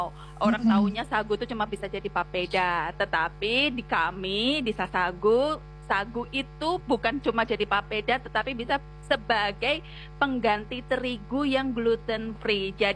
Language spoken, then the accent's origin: Indonesian; Yogyakarta, Special Region of Yogyakarta, Indonesia; moved away as an adult; now in Jayapura, Indonesia; karena saya lahir besar di Jogja, lalu lulus kuliah, langsung merantau ke Papua, jadi saya sudah 15 tahun ini di Jayapura.